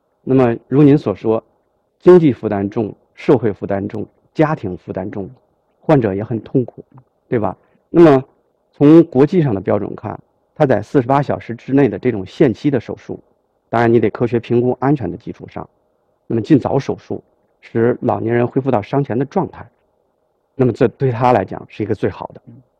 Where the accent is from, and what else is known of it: Tianjin, China